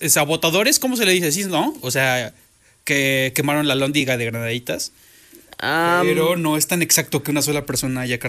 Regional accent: Mexico; ¿Por qué nos disfrazamos de mexicanos si somos mexicanos?

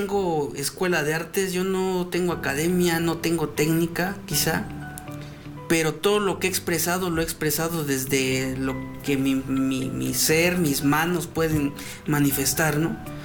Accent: Oaxaca, Mexico; mi comunidad se llama Quiotepec, significa cerro de quiotes, pero también algo que tenemos muy presente es que todo el tiempo hace un viento extremo

